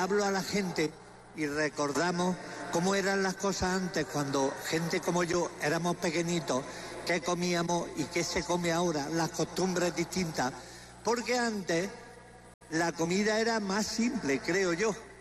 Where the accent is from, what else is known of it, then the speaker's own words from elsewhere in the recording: Jaén, Andalusia, Spain; yo soy de Jaén.